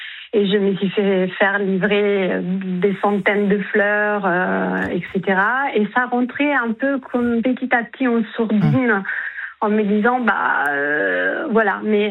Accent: Italy; accent: Italian; French is a second language

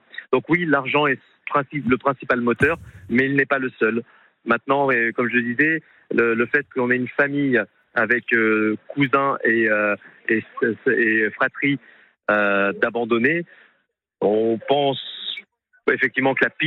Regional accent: France; also born or lived in South Korea; j'ai entamé une démarche pour une restitution de la nationalité coréenne. Mais attention, je suis très fier d'être français et je garde ma nationalité

